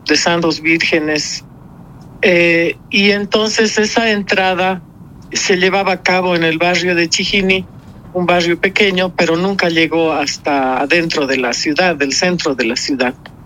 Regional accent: Germany; now in Bolivia; Decían la alemana que canta música boliviana. Pero con el tiempo me he ganado el sitial de ser boliviana alemana, porque también me he nacionalizado como boliviana.

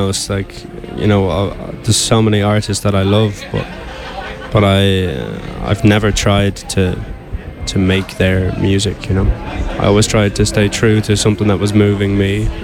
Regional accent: Ireland; I think obviously being Irish

